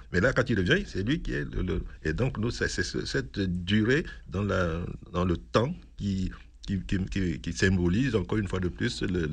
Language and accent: French; Central African Republic; Moi, je suis centrafricain, du sénégalais, il y a des Ghanéens, etc.